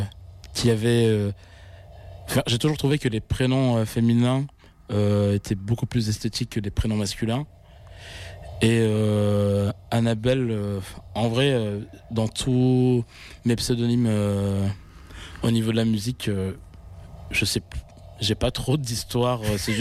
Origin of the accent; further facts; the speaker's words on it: Talence, Nouvelle-Aquitaine, France; also born or lived in Bordeaux; Ouais, je suis né à Talence, là juste à côté.